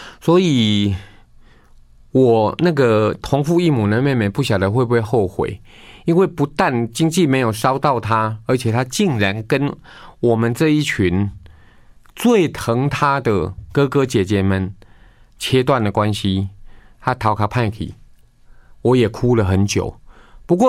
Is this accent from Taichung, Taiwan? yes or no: yes; Taichung, Taiwan; 中彰投的听友就知道我台中人，我读卫道的